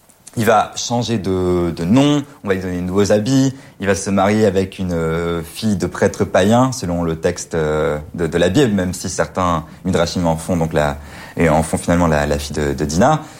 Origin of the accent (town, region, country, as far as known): France